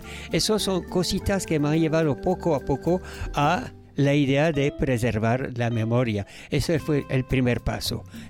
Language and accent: Spanish; France; Spanish is a second language; moved away as an adult; now in Honduras; en mi país, como francés, tenemos una tradición sobre la memoria